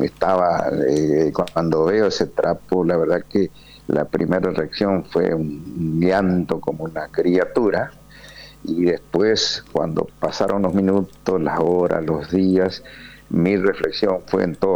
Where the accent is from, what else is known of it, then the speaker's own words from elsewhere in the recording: Argentina; Entonces, esas son cuestiones que nosotros como argentinos debemos tomar como bandera, como iniciativas, como idea, hacer sentir nuestra presencia.